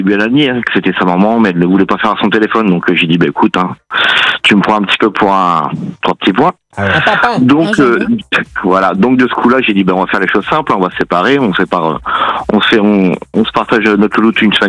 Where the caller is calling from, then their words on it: Normandy, France; Moi je suis en Seine-Maritime.